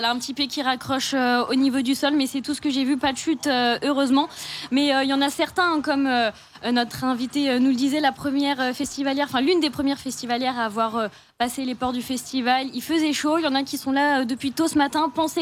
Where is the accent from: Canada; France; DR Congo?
France; Reims, Grand Est; d'où on vient chez nous à Reims.